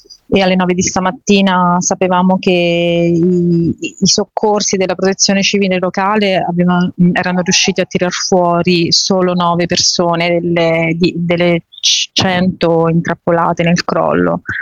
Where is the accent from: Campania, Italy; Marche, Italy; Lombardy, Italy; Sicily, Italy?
Marche, Italy; Io sono marchigiana, sono in un territorio che è abbastanza piegato dal terremoto e si dichiarano inagibili delle case dalle nostre parti che apparentemente sono integre